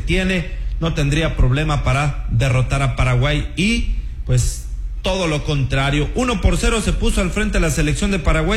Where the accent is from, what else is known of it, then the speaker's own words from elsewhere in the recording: Mexico; nosotros como mexicanos celebramos este triunfo